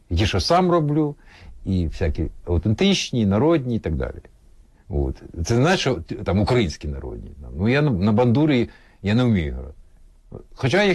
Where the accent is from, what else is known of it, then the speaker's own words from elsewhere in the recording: Kyiv, Ukraine; Я народився на Чкалово.